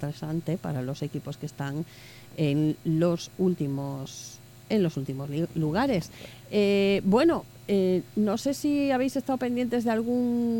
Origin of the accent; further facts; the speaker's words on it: Galicia, Spain; Yo soy gallega